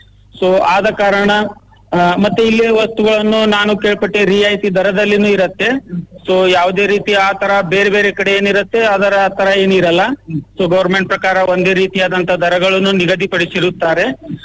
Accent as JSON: {"language": "Kannada", "town": "Narendra", "region": "Karnataka", "country": "India", "tie": "born or raised there", "said": "ಈ ನರೇಂದ್ರ ನಮ್ಮ ಊರು, ಇಲ್ಲೇ ಪಕ್ಕದ ಹತ್ರನೇ."}